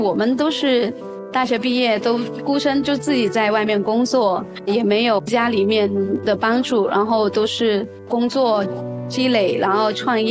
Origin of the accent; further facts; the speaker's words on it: China; 我来自中国